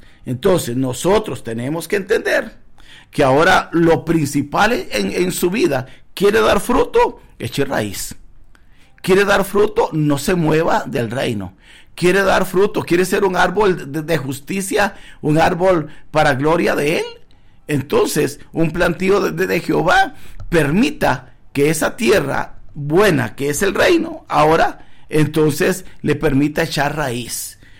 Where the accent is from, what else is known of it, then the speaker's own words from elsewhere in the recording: Guanacaste, Costa Rica; now in Escazú, Costa Rica; Yo tuve una experiencia cuando vine de mi tierra, Guanacaste, hacia Escazú. Entonces, en Escazú, el primer trabajo que tuvimos nosotros fue ir a coger café.